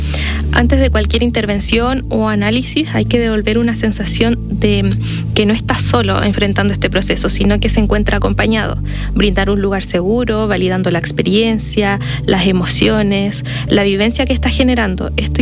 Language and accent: Spanish; Chile; moved away as an adult; also born or lived in Coquimbo; Yo soy una psicóloga chilena, soy la menor de una familia de cuatro. Crecí en el campo, lo que venía siendo un pueblito llamado El Guacho. Luego me mudé a la ciudad, a Coquimbo, y actualmente me mudé de país